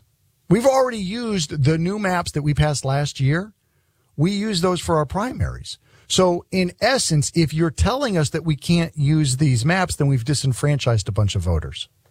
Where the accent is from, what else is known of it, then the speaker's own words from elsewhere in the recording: New England, United States; moved away; I'm originally from New England.